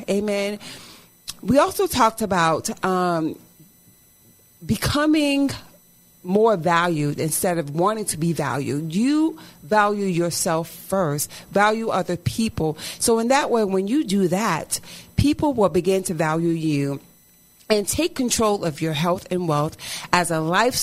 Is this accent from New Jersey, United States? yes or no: yes; New Jersey, United States; I'm from Jersey, Cora, so we say soda.